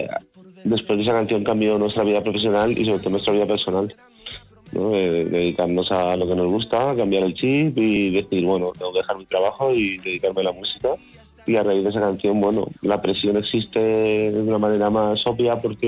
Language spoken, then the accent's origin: Spanish; Valencia, Valencian Community, Spain; nosotros somos de Valencia